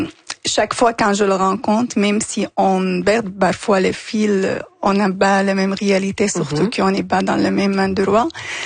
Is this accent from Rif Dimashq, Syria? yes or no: no; Damascus, Damascus Governorate, Syria; now in Canada; Écoute, moi, je viens de Damas, une ville, elle est considérée la première ville populaire dans l'histoire.